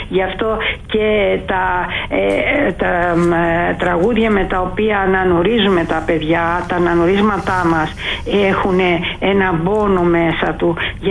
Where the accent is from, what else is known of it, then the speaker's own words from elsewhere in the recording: Greece; Είμαστε Έλληνες